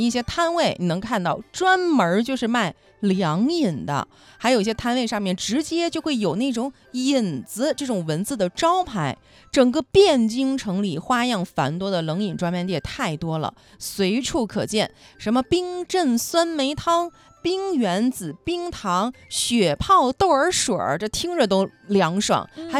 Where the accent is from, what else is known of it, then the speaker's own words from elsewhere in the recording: China; 我们中国人